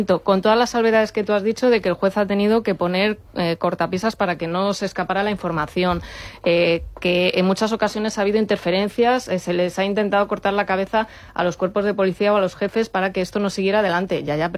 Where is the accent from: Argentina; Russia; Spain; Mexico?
Spain; de madre mía España, somos los españoles así por tradición, de ser los primeros en arremeter contra nuestro propio país